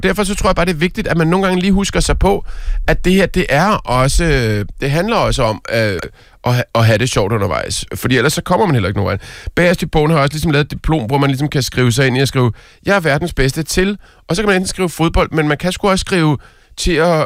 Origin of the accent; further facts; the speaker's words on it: Herlev, Capital Region of Denmark, Denmark; Jeg er vokset op i Herlev, som er sådan en ishockeyby, fordi der er en skøjtehal.